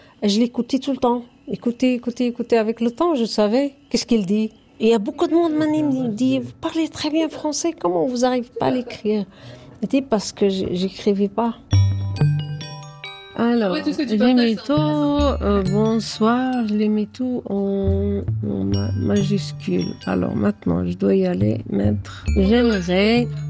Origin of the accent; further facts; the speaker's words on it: Morocco; French is a second language; now in Switzerland; je suis d'origine marocaine.